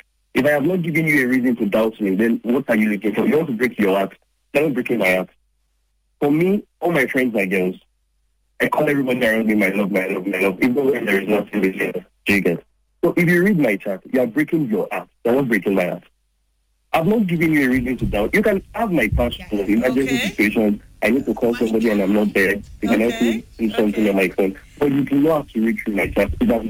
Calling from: Ibadan, Oyo, Nigeria; I'm calling from Ibadan.

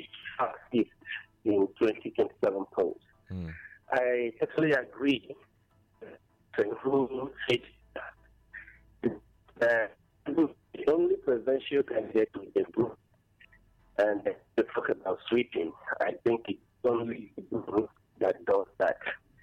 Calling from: Nigeria; I'm calling in from Akezebolu.

